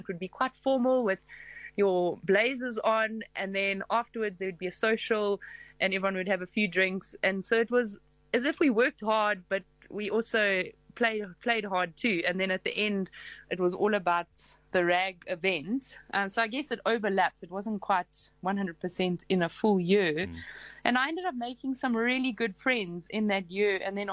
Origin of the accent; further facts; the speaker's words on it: Pretoria, Gauteng, South Africa; also born or lived in Johannesburg; Yeah, I was actually born in Joburg, and I grew up mainly in Pretoria. So I'm young now.